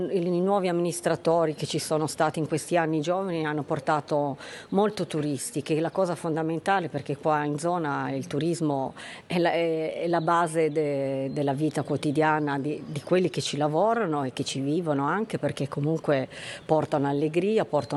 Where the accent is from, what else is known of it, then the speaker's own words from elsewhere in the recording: Zuccarello, Liguria, Italy; Sì, io sono di Zuccarello, vivo e lavoro a Zuccarello, sono nata a Zuccarello, però continuo ad abitare volentieri a Zuccarello, che è un borgo molto bello, sia a livello artistico, perché è un borgo medievale